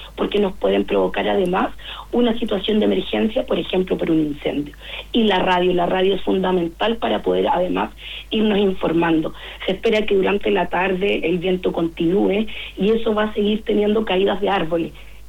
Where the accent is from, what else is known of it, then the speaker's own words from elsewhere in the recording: Ñuble, Chile; Yo también soy de Ñuble